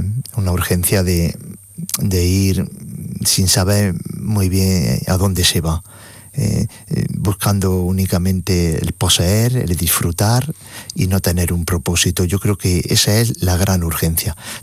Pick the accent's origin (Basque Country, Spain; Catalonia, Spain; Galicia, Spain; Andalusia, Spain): Andalusia, Spain; Granada; Canciones también de granadino y de Granada, de mi tierra y también castellano.